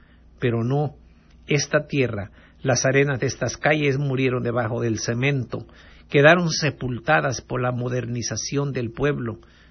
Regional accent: Vallecitos de Zaragoza, Guerrero, Mexico; de mi pueblo, de Vallecitos de Zaragoza, allá en lo alto de la sierra de Zihuatanejo. Estamos a una hora de distancia.

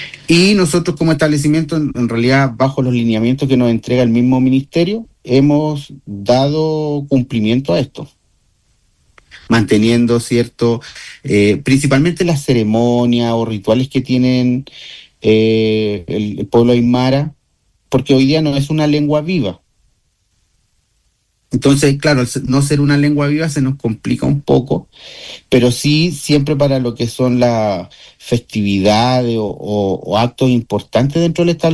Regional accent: Talca, Maule, Chile; moved away as an adult; now in Quillagua, Chile; yo soy de Talca. De Talca, y yo llegué el año 2013 a la comuna de María Elena a trabajar. Y ahí ejercí hasta el año 2023. Y ya el 2024 asumí en Quillagua, 24, 25, y este es mi tercer año.

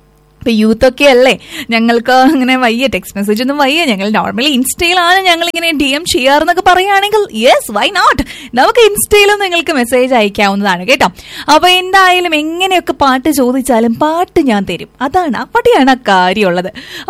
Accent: Thrissur, Kerala, India; ഞങ്ങൾ തൃശ്ശൂരുകാർ തണുപ്പ് എന്നല്ലാട്ട് പറയാം, തണവ് അങ്ങനെയും പറയാം.

